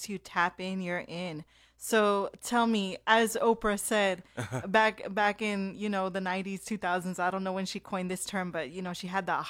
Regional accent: Texas, United States; now in Austin, United States; But, I mean, I'm a transplant. Yep. You know, I'm from the Rio Grande Valley, and I'd like to think that I am elevating the community and the rap scene.

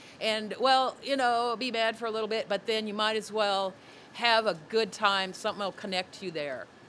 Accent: Minnesota, United States; moved away; I'm originally from Minnesota, but I knew when I came here and they were fighting for the airport and boycotting the mall that I was in the right place.

